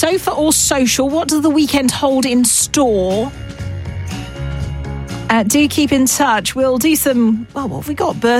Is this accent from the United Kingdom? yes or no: yes; England, United Kingdom; accent: southern; I am from the south, so a lot of the things I say are in southern parlance.